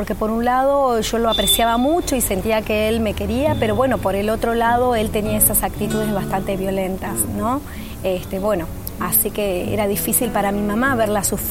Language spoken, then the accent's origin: Spanish; Godoy Cruz, Mendoza, Argentina; born there; Nací en Godoy Cruz, Mendoza, una provincia de la República Argentina. Sí. Bien, nací en un hogar disfuncional, podríamos decir. Crecí con mi mamá los primeros años.